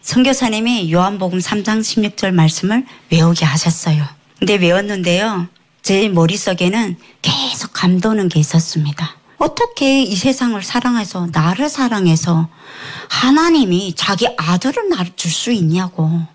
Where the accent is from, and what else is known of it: North Korea; also born or lived in China; now in South Korea